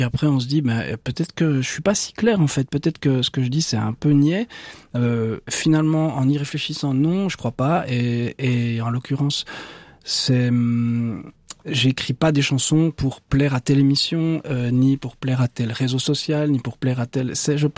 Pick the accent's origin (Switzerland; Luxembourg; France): Switzerland; Porrentruy, Jura; Est-ce qu'on me regarde de haut parce que je suis de Porrentruy ?